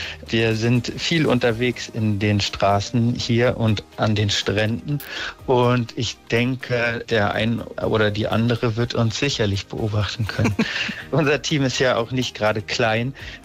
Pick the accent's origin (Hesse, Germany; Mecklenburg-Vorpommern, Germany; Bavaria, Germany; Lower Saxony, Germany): Mecklenburg-Vorpommern, Germany; Ich bin selber aus Mecklenburg-Vorpommern, aus der Mecklenburgischen Seenplatte allerdings.